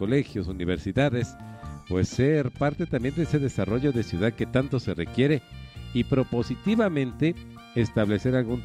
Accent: Quito, Pichincha, Ecuador; lo que nos pertenece como quiteños y quiteñas y ecuatorianos

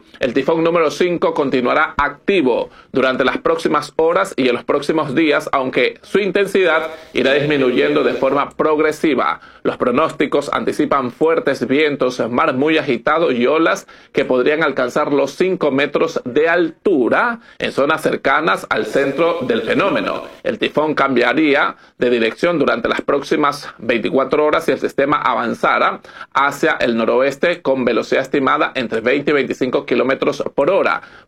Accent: Venezuela; nosotros como venezolanos lo aplaudimos

